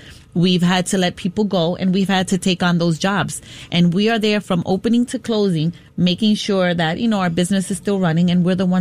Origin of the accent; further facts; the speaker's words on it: New York City, New York, United States; I was born and raised on Dyckman, so that's my neighborhood.